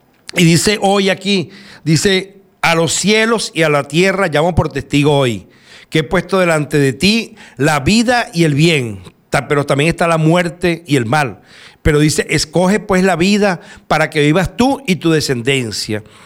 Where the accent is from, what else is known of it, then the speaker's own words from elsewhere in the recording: Venezuela; moved away as an adult; Yo me voy en este momento de aquí de Venezuela, del barrio donde me crié, donde estuve toda mi vida